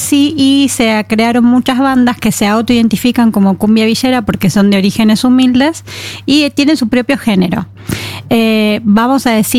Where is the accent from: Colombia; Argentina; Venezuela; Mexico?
Argentina; Buenos Aires; Y cuando digo shh, ese shh es porque vengo de Buenos Aires.